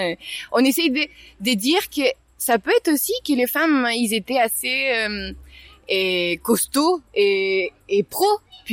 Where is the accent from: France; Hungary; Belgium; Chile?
Chile; accent: Chilean; French is a second language; moved away; j'ai cette petite accent parce que je suis chilienne.